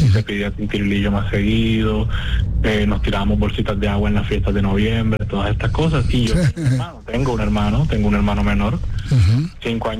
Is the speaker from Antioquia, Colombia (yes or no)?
no; Cartagena, Bolívar, Colombia; Luego nos mudamos para el barrio de Los Alpes, allá sí, viví casi toda mi infancia y parte de mi adolescencia.